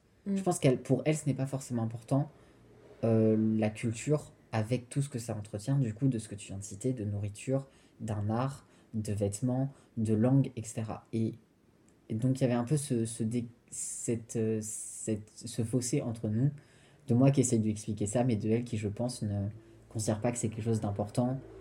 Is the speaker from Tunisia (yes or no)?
no; Réunion; J'arrivais pas à lui faire comprendre que oui, on est français, mais de nom, enfin, genre, et ça veut rien dire. Et c'est pas parce qu'on est français que La Réunion n'a pas sa propre culture